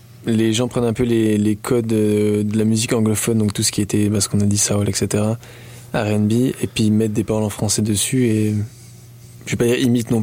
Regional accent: France; accent: French (from France); now in Montreal, Canada; avec mon accent de français

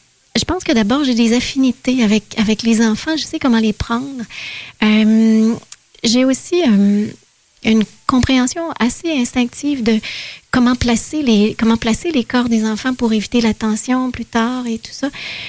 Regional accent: Quebec City, Quebec, Canada; Oui, tout à fait.

